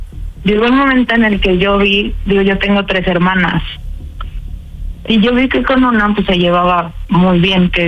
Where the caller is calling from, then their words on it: Guadalajara, Jalisco, Mexico; De Guadalajara, Jalisco.